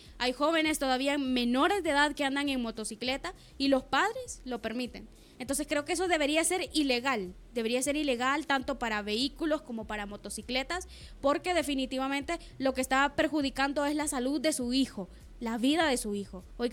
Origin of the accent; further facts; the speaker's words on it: Santa Catarina, Intibucá, Honduras; Soy de Intibucá. ¿De qué lugar es? De Santa Catarina.